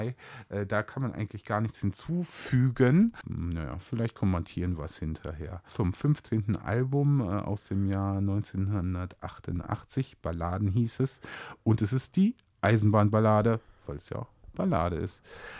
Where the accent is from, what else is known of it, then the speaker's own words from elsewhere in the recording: Lower Saxony, Germany; ich komme ja aus der Nähe von Hannover.